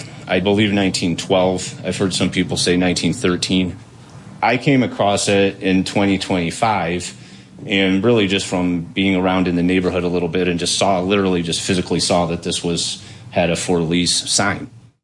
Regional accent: Grayling, Michigan, United States; I got talking to Senator Levin because, you know, I'm from Michigan and he was our senator. So he said, "Oh, yeah, where are you from?" I said, "Grayling."

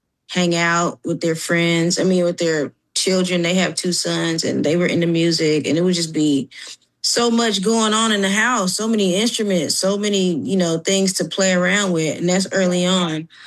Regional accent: Decatur, Georgia, United States; also born or lived in the north of the US; Yeah, I'm from Decatur, Georgia. I was born up north, and then we came to Decatur when I was about 3, 4. So I'm definitely from Decatur.

